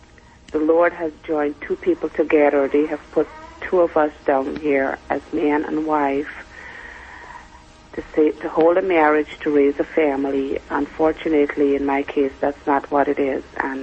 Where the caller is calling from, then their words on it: Connecticut, United States; I'm calling from Connecticut.